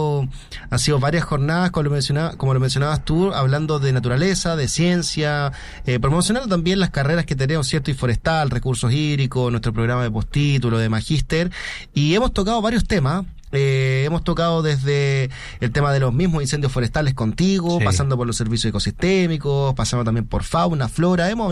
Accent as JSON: {"language": "Spanish", "town": "Temuco", "region": "Araucanía", "country": "Chile", "moved": "yes", "said": "yo soy de Temuco"}